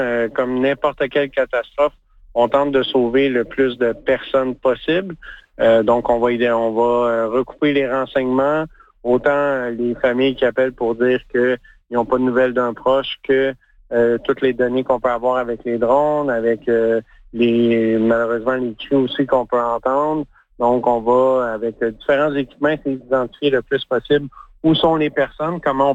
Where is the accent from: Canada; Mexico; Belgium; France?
Canada; plus près de chez nous au Canada